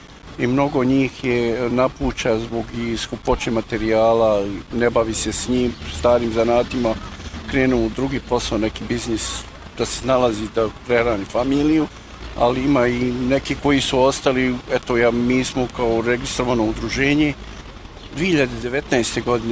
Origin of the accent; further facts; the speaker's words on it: Kakanj, Federation of Bosnia and Herzegovina, Bosnia & Herzegovina; dolazim iz Kaknja.